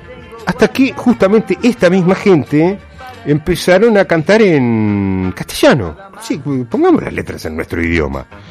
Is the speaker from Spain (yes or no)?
no; Argentina; porque somos argentinos